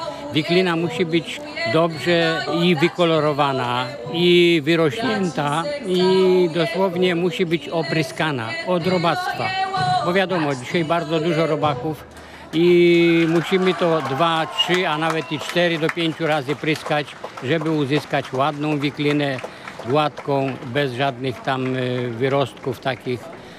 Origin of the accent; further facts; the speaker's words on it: Lucimia, Masovian Voivodeship, Poland; pochodzę z Lucimi, województwo mazowieckie.